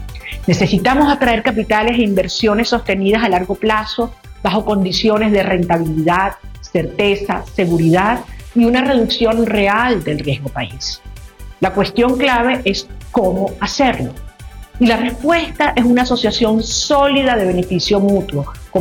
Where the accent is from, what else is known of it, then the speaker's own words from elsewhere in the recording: Venezuela; Somos venezolanos y queremos seguir siéndolo.